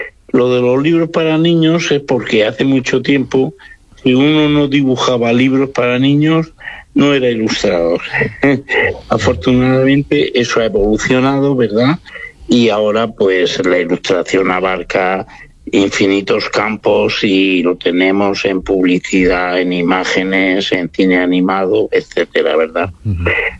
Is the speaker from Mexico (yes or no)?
no; Aspe, Valencian Community, Spain; born there; Yo nací en Aspe, provincia de Alicante, y es el interior de Alicante, tirando al sur ya de la provincia.